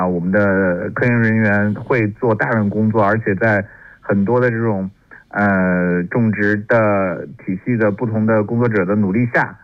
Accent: China; 我们中国人

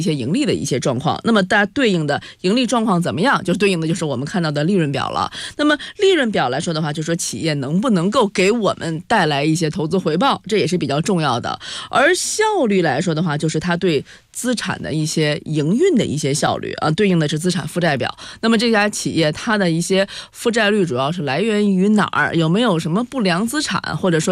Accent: China

